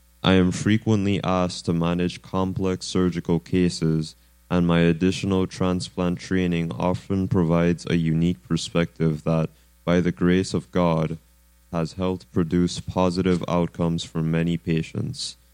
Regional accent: U.S. Virgin Islands; moved away as an adult; I was born and raised on St. Thomas, U.S. Virgin Islands. After leaving the Virgin Islands to attend college in Michigan, I completed medical school, a general surgery residency, and an abdominal transplant fellowship.

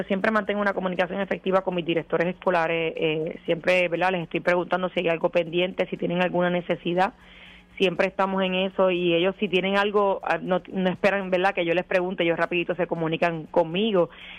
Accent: Naguabo, Puerto Rico

